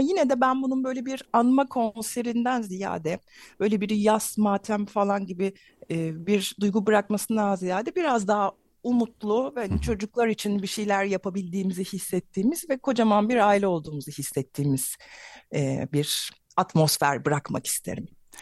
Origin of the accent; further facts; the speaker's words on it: İzmir, Turkey; Yani ben hayatımda ilk kez ben İzmirliyim. Kendi şehrime konsere gidiyorum ve belediye değişmiş durumda mesela.